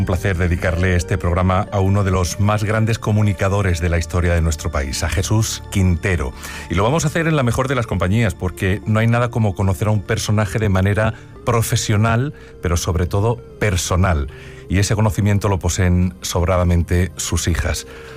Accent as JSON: {"language": "Spanish", "region": "Andalusia", "country": "Spain", "said": "como periodista que soy, como trabajador de esta casa de Radio Televisión Española y como andaluz."}